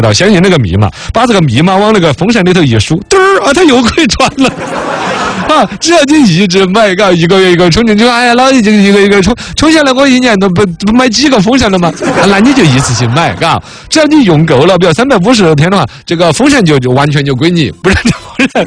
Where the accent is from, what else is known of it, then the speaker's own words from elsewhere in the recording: China; 不管说是欧洲人民还是我们中国人